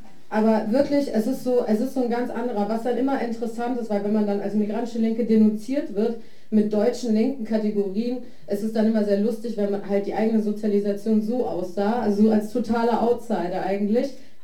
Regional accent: Iraq; now in Germany; Ich bin selber Kurdin aus dem Irak, meine Eltern sind nach Deutschland geflohen vor dem Genozid von Saddam Hussein.

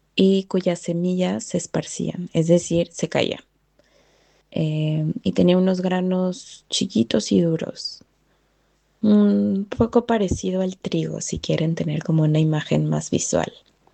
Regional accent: Mexico; Y digo, es el ejemplo que les doy porque soy mexicana y es como el que tengo más presente.

